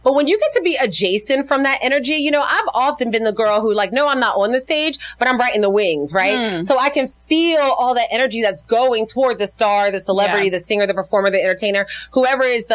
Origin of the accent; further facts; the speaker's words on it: Philadelphia, Pennsylvania, United States; I'm from West Philly